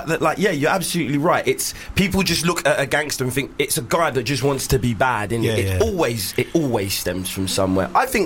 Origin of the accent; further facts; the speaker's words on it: London, United Kingdom; was born and raised in Hackney. Probably one of the few people you meet that can actually say that. born and raised in Hackney